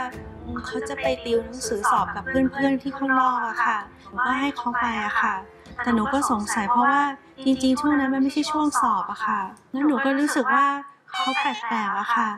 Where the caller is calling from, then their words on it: Bangkok, Thailand; บ้านอยู่อ่อนนุชค